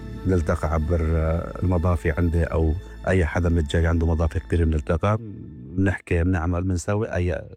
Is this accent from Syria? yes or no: yes; Syria; moved away as an adult; now in Shepparton, Australia; احنا كجالية سورية